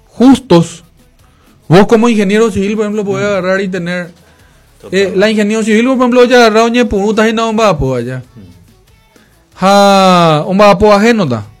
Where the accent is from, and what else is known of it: Paraguay